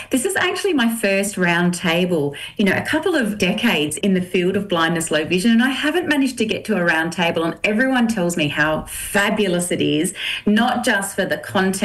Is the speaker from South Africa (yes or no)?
no; Adelaide, South Australia, Australia; how exciting that it's in my hometown of Adelaide too, which is just fabulous.